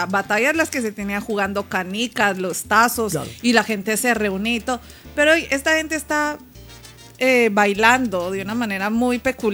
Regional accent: Quito, Pichincha, Ecuador; born there; accent: Colombian; also born or lived in Cali / Esmeraldas; Sí, pues mi mamá es caleña, mi papá es esmeraldeño, yo nací en Quito, pero o sea, tuve serrana, toda mi mezcla.

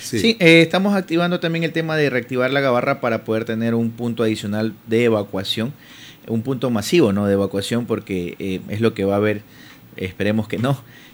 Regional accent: Quinindé, Esmeraldas, Ecuador; now in Muisne, Ecuador; Yo soy de Quinindé.

